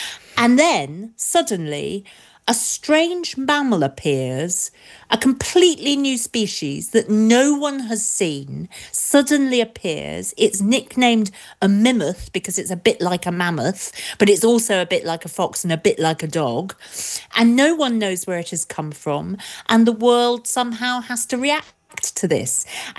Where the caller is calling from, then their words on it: Ireland; Hello, I'm joining you from a republic. I'm joining you from Ireland, so we don't have a royal family.